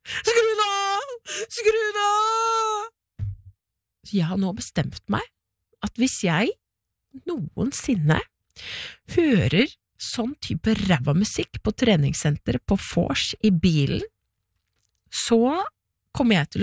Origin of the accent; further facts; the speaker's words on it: Porsgrunn, Telemark, Norway; den låten her vokste jeg opp med i Porsgrunn